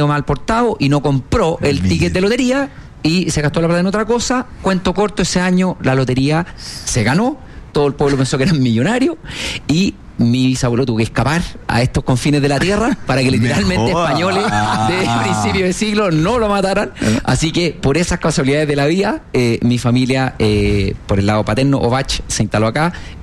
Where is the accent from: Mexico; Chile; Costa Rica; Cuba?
Chile; porque como la gran mayoría de los chilenos, una parte importante, somos descendientes españoles.